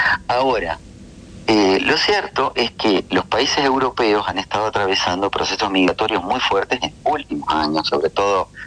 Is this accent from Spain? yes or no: no; Argentina; somos así los argentinos